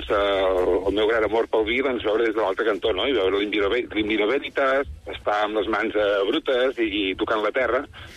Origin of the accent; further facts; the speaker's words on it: Catalonia, Spain; Jo sóc de l'Alt Empordà, doncs l'himne de l'Empordà és